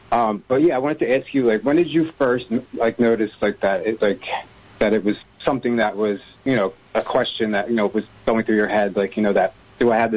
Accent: Philadelphia, Pennsylvania, United States; I'm from Philly, Philadelphia.

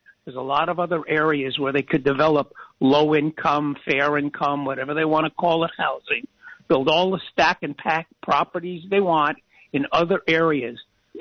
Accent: Santa Cruz, California, United States; I grew up in California.

